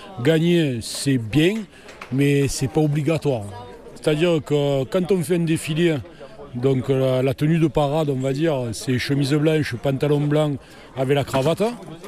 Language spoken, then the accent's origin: French; France; je suis né au quartier haut